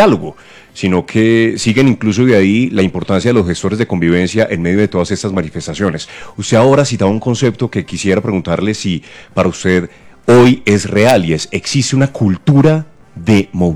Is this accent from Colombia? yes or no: yes; Colombia; Claro, es que como colombianos tenemos el derecho de salir y la necesidad.